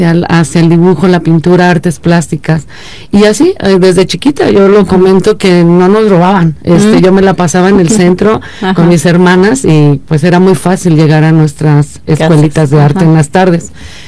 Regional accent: Querétaro, Mexico; Yo soy queretana de corazón, mi papá fotógrafo de muchos años

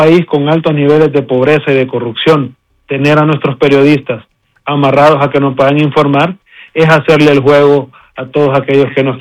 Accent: Honduras; soy un hondureño más

